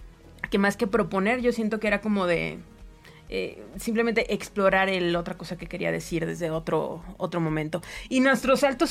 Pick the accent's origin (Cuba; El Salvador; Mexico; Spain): Mexico; Monterrey, Nuevo León; O sea, somos de Monterrey y estábamos en este marco temporal que él ni siquiera tiene claro cuándo terminó y cuándo empezó